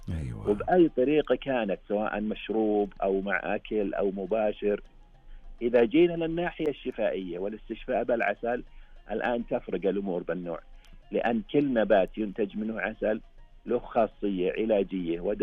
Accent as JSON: {"language": "Arabic", "country": "Saudi Arabia", "said": "عندنا بالمملكة العربية السعودية"}